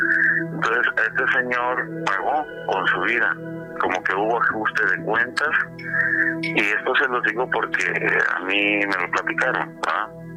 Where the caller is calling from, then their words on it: Ensenada, Baja California, Mexico; Pues estamos aquí en la Bella Cenicienta del Pacífico, aquí en Ensenada, Baja California